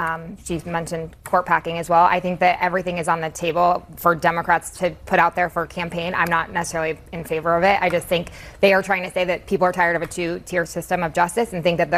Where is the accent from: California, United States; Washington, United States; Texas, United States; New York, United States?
California, United States; born there; I grew up I was born in Placer County.